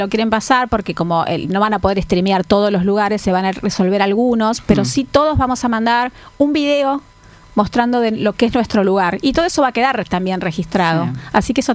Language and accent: Spanish; Buenos Aires, Argentina; born there; moved away as an adult; also born or lived in Flores, Buenos Aires / Caballito, Buenos Aires / United States; now in Parque Leloir, Argentina; yo soy de Cava, yo nací en Mataderos, viví en Flores, Caballito. Yo elegí hace 30 años Parque Leluar, para criar a mis hijos, el lugar de mi identidad. Yo viví en Estados Unidos también 6 años y decidí criar a mis hijos acá.